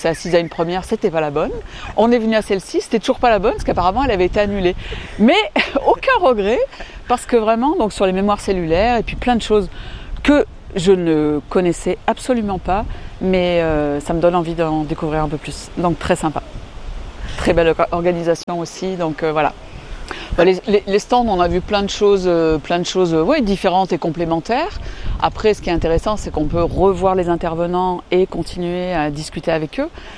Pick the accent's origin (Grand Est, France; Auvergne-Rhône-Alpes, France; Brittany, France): Auvergne-Rhône-Alpes, France; moi je viens de la Drôme et je suis venue passer le week-end chez mon amie Jamila.